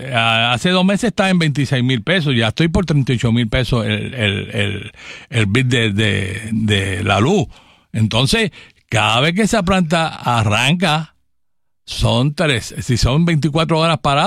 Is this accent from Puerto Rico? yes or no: yes; Puerto Rico; Eso no va a afectar a Puerto Rico porque nosotros somos parte de Estados Unidos y eso no va con nosotros.